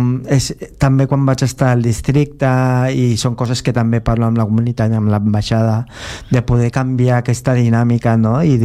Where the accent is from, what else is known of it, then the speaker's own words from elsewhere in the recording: Philippines; jo no sóc xino, jo sóc filipí, no, jo no sóc tailandès